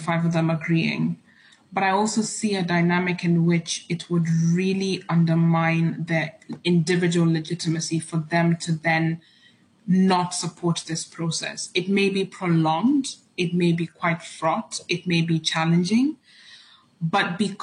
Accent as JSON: {"language": "English", "country": "Kenya", "said": "I feel that, and not just because I'm a Kenyan, but Kenya is often, raised as a beacon of reforms and institutionalization."}